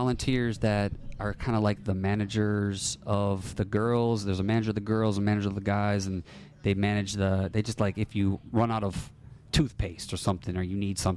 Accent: Milwaukee, Wisconsin, United States; I'm from Milwaukee. I don't surf.

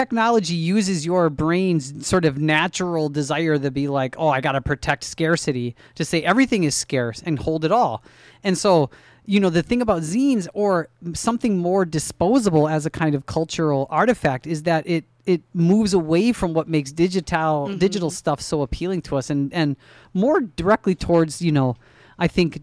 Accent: Milwaukee, Wisconsin, United States; when I was growing up in Milwaukee, copies of the Onion newspaper were all over the town, right?

